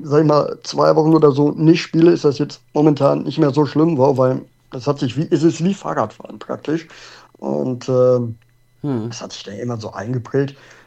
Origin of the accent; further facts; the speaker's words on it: Herscheid, North Rhine-Westphalia, Germany; Ja, ich komme aus dem schönen kleinen Dorf, sag ich mal, Gemeinde Herscheid im Sauerland. Und genau, da lebe ich jetzt seit über 16 Jahren schon.